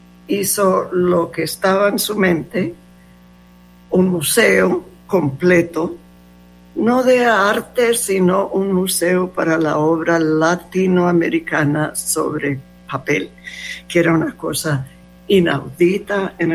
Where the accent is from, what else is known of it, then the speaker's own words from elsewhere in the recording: Roldanillo, Valle del Cauca, Colombia; born there; Yo nací en Roldanillo, un pueblo muy pequeño.